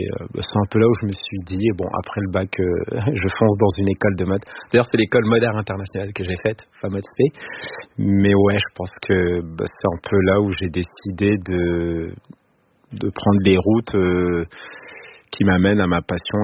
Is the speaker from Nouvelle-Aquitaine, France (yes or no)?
no; Île-de-France, France; Moi, je suis né à Paris, moi, en plus.